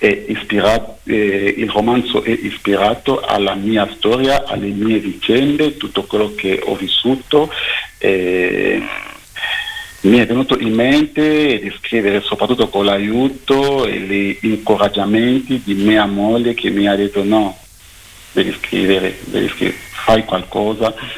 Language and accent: Italian; DR Congo; moved away as an adult; io arrivo dalla Repubblica Democratica del Congo, perché ci sono due Congo in Africa